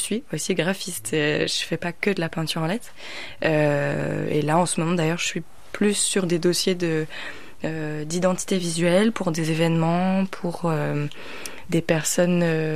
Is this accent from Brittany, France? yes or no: yes; Pouldreuzic, Brittany, France; Moi j'aime bien faire le lien parce que j'ai grandi à Poulerussie